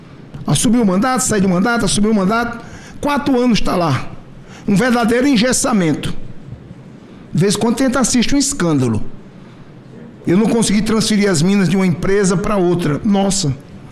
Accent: Paraíba, Brazil

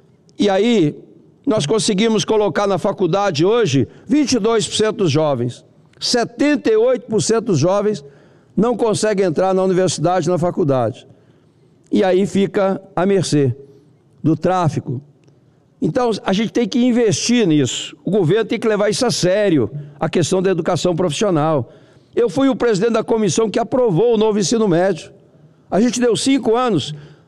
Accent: Brazil; somos nós brasileiros

